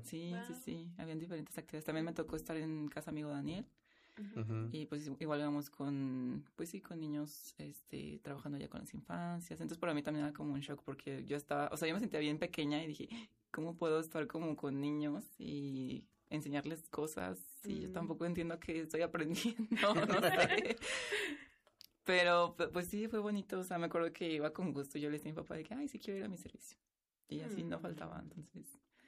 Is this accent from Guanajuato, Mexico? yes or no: yes; Guanajuato, Mexico; born there; now in León, Mexico; yo soy de Guanajuato capital, de hecho. Sí, allá mi tierra natal.